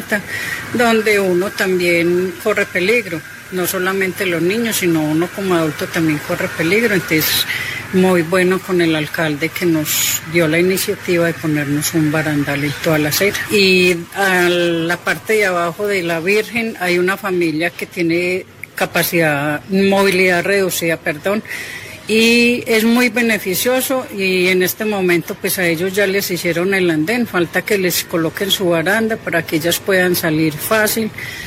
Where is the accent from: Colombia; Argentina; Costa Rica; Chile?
Colombia; Yo soy de San Antonio desde que tengo uso de razón.